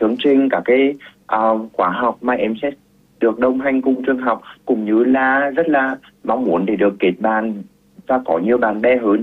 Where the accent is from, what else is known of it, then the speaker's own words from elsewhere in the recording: Vinh, Nghệ An, Vietnam; moved away as an adult; now in Hanoi, Vietnam; em được sinh ra và lớn lên ở thành phố Vinh, Nghệ An ạ.